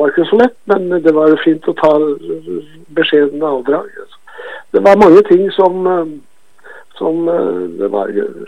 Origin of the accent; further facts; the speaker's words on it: Innlandet, Norway; now in Oslo, Norway; Ja, fra Valder som sagt, fra Østerslien der oppe da.